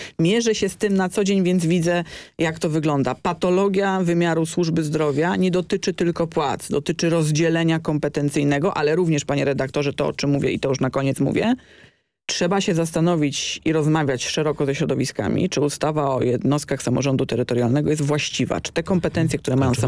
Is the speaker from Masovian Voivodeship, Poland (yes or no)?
yes; Warsaw, Masovian Voivodeship, Poland; sercem będąc w Warszawie, będąc warszawianką od urodzenia